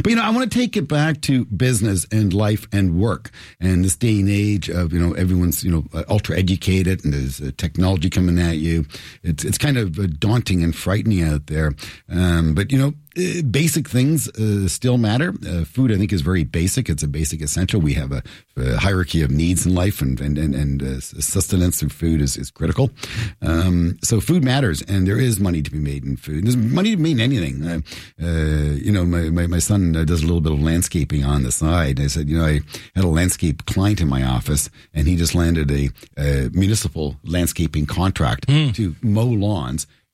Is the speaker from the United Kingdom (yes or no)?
no; Canada; born there; I was born in Canada. My parents immigrated from Germany.